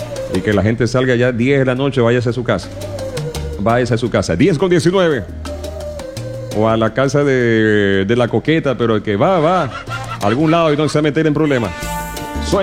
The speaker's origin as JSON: {"language": "Spanish", "country": "Ecuador", "said": "porque no todos los ecuatorianos somos impuntuales"}